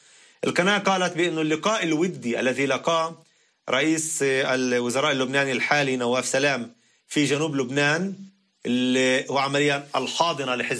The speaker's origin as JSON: {"language": "Arabic", "country": "Israel", "said": "يجب أن تضيء عندنا في إسرائيل الضوء الأحمر"}